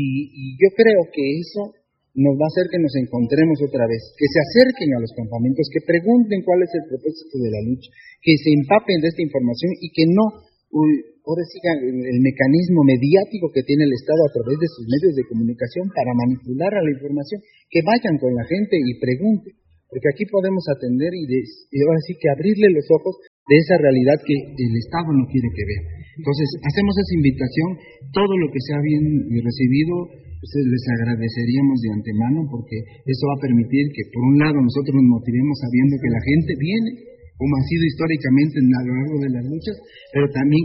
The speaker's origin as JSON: {"language": "Spanish", "region": "Oaxaca", "country": "Mexico", "said": "nosotros somos del estado de Oaxaca"}